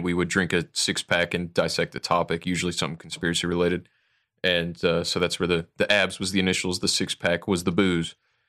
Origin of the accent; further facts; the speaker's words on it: Toledo, Ohio, United States; And, I'm from Toledo originally, so I've been through Ohio a lot.